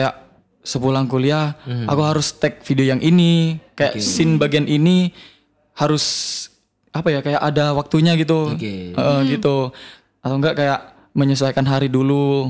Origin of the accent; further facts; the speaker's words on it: West Kalimantan, Indonesia; Dari dari Kalimantan Barat